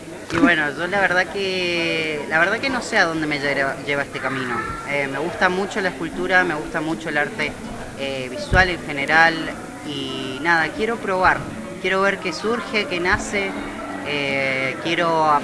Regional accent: Mendoza, Argentina; yo soy mendocino.

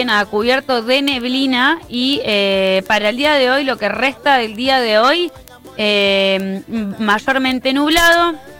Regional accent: Puerto Deseado, Santa Cruz, Argentina; born there; moved away; Parte de mi infancia la pasé en Puerto Deseado.

